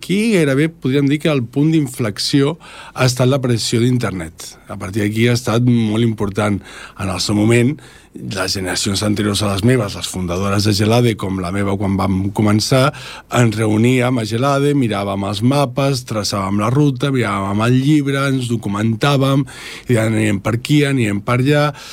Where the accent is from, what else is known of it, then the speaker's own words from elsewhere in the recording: Esplugues de Llobregat, Catalonia, Spain; moved away; jo soc d'Esplugues